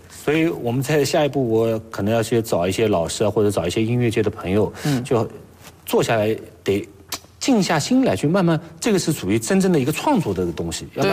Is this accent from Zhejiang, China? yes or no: yes; Hangzhou, Zhejiang, China; 我的一个先天优势就是我是杭州人。